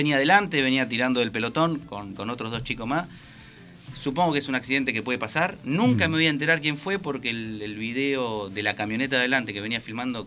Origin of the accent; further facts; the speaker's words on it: Claromecó, Buenos Aires Province, Argentina; soy de Claro Mecó